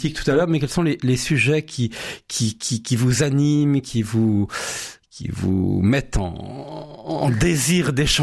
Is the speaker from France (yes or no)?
yes; France; alors que je suis un vrai Français.